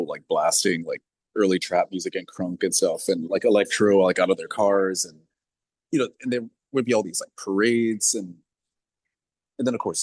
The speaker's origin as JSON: {"language": "English", "town": "Birmingham", "region": "Alabama", "country": "United States", "tie": "born or raised there", "said": "Yeah, Birmingham was a it was an experience. I mean, it's home."}